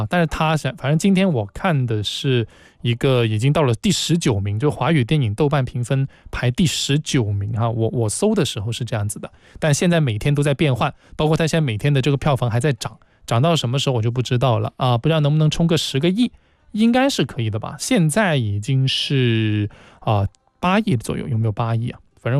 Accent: Guangzhou, Guangdong, China; 就像我一个广州人

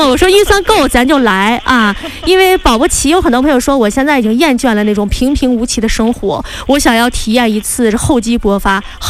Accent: Xilinhot, Inner Mongolia, China; 欢迎大家来到我的家乡哈，就是锡林郭勒的蒙府锡林浩特市。

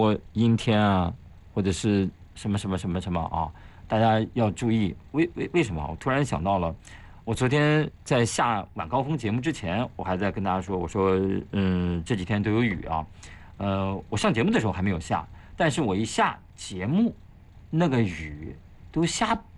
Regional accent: Shanxi, China; moved away; 我是个山西人啊

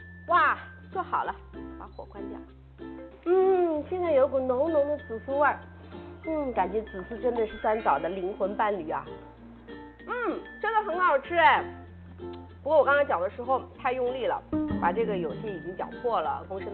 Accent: Hunan, China; 很适合我们湖南人的口味

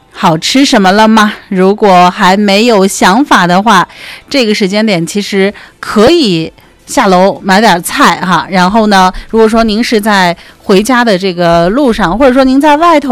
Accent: Xinjiang, China; 咱们新疆人

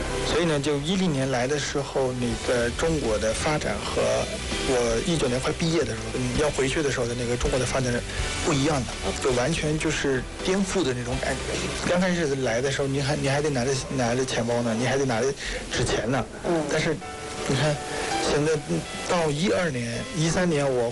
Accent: Myanmar; Chinese is a second language; 这种的话，我们缅甸人看着就会感觉哇，这个很好

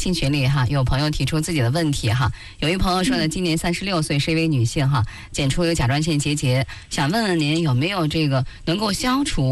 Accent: China; 我们就是我们中国人

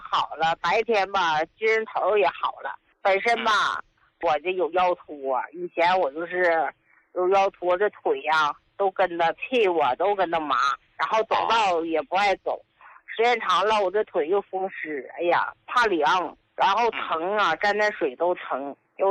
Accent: Heilongjiang, China; 胡老师，我是黑龙江的，

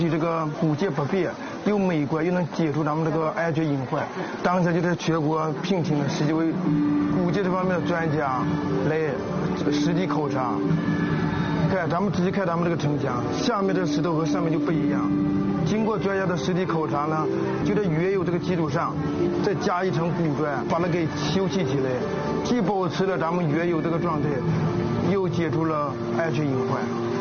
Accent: Jincheng, Shanxi, China; 因为咱们从小就生活在这里面，对这个肯定有个感情嘛

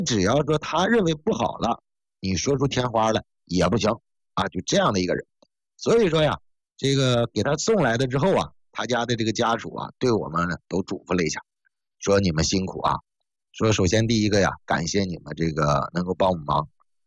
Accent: Northeast China, China; accent: Northeastern Mandarin; 我们东北话就说这个人犟啊

